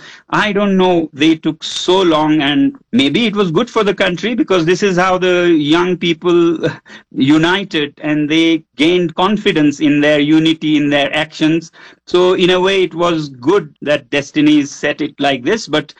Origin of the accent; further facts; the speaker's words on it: Ladakh, India; I come from Ladakh